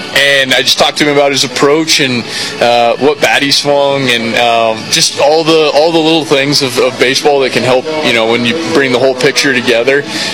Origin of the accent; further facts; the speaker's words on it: Cheyenne, Wyoming, United States; growing up in Cheyenne, it was just a couple hours from here, and the Rockies were on every night in my house.